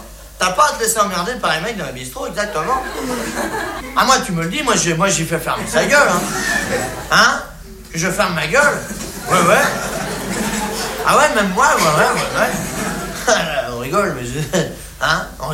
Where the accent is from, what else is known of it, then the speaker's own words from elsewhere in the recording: France; Les Français, c'est des cons. Ouais, bah, je suis bien placé, hein, je suis français.